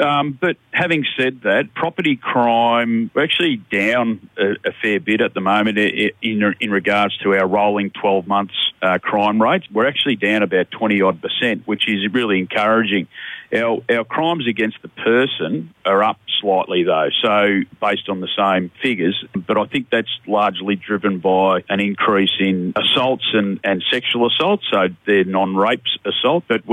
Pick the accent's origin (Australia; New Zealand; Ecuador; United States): Australia; Woodend, Victoria; I grew up in Woodend and went to trade school up here and played football at Kyneton.